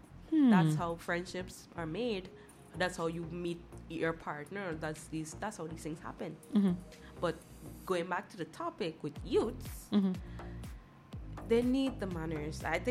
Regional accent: Sofia, Sofia City, Bulgaria; for a few years of my life, I grew up in Sofia, right? And it's the civilized part of Sofia.

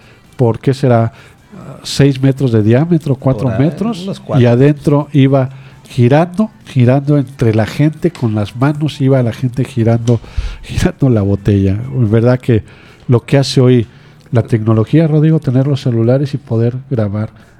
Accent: Mexico; Así como somos los mexicanos

